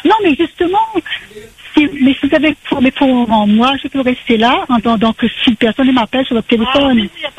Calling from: Saint-Denis, Réunion; Moi, j'habite à Belle-Pierre en haut.

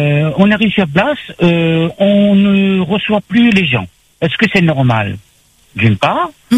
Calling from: Saint-Benoît, Réunion; moi, j'habite sur Saint-Benoît.

